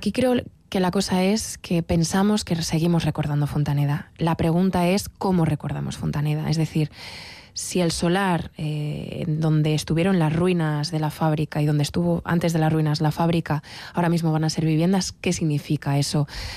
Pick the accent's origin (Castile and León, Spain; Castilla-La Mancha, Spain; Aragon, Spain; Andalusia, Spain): Castile and León, Spain; Aguilar de Campoo; acercarme a mi pueblo